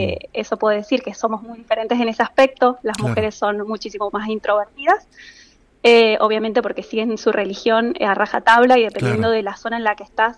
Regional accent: Argentina; A mí les digo que soy argentina, me dicen …, no, sí.

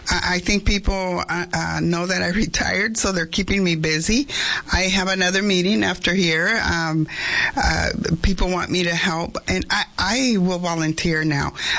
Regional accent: Yuma, Arizona, United States; I am a Mexican American. My parents are from the state of Jalisco. I was born here in Yuma, so I'm a Yuma native.

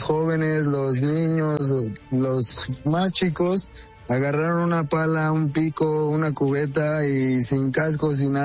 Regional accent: San José de Gracia, Michoacán, Mexico; Yo soy de San José de Gracia, Michoacán.

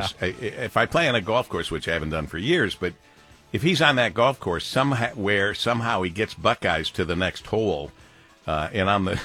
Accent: Monroe, Michigan, United States; when I grew up on Tremont Street in Monroe, Michigan.

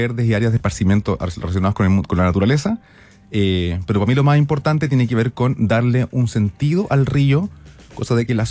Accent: Santiago, Santiago Metropolitan Region, Chile

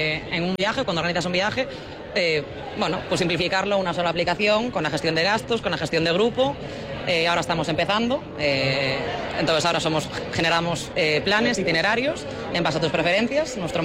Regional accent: Pontevedra, Galicia, Spain; De aquí, de Pontevedra.

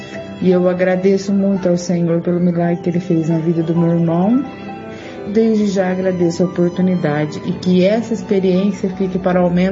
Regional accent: Mococa, São Paulo, Brazil; sou da cidade de Mococa

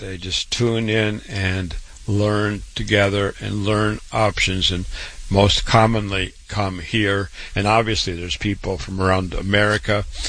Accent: Waterloo, Iowa, United States; born and raised in Waterloo, Iowa, went to public school, university

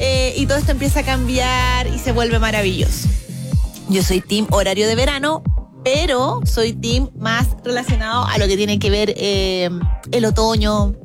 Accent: Chile

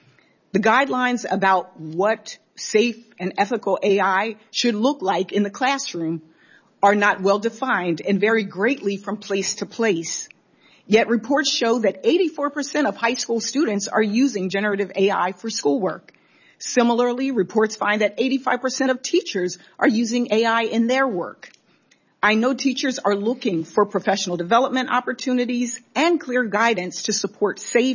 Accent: Delaware, United States

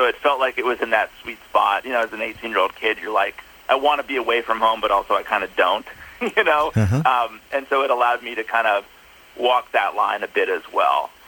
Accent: Minneapolis, Minnesota, United States; also born or lived in Orlando; Well, so I was born in Minnesota. I was raised kind of between Minneapolis and did a stint in Orlando as well.

